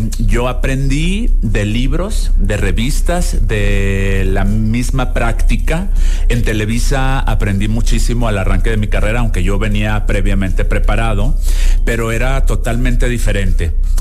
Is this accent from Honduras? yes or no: no; Guadalajara, Jalisco, Mexico; born there; now in Mexico City, Mexico; Según yo nací en Guadalajara, venía por un año nada más a la Ciudad de México a tomarme fotos con los famosos.